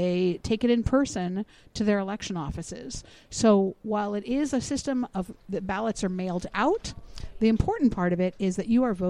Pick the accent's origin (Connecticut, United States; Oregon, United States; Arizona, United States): Oregon, United States; I'm from Oregon